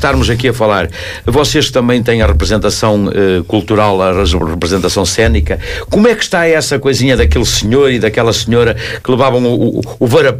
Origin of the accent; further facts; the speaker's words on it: Arcos de Valdevez, Norte, Portugal; gosto de passar na minha terra, nas minhas aldeias, nas aldeias de Arcos Valdevez